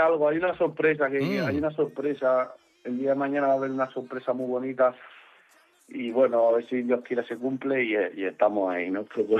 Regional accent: Mallorca, Balearic Islands, Spain; moved away as an adult; now in Madrid, Spain; Aunque yo ya nací en Madrid, porque yo nací en Madrid, pero yo no he tenido vida en Madrid. Yo nací y rápido me vinieron a buscar y nos fuimos para Mallorca. Toda mi vida, toda mi familia de Mallorca, mi gente de Mallorca, mi padre es argelino, pero lleva no sé cuántos años en Mallorca

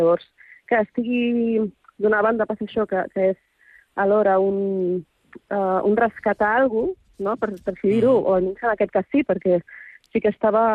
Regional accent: Ibiza, Balearic Islands, Spain; jo soc eivissenca, però de família que ve de fora.

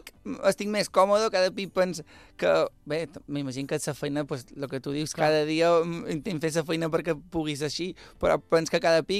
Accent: Andratx, Balearic Islands, Spain; accent: Mallorcan; Soc d'Andorrà i el nostre mallorquí tampoc és el millor del món.

